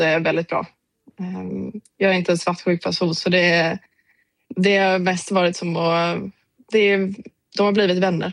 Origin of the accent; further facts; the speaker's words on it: Kalmar, Kalmar County, Sweden; moved away as an adult; now in Skinnskatteberg, Sweden; jag har ju växt upp i Kalmar, men vi har familjegård i Gullabo som vi har skog då. Så jag har växt upp med skogen vid sidan om